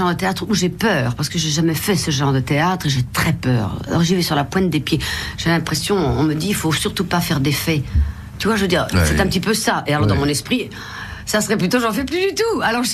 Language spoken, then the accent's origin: French; Brussels, Brussels-Capital Region, Belgium; born there; je ne suis ni flamande ni wallonne, je suis brabançonne, c'est-à-dire bruxelloise.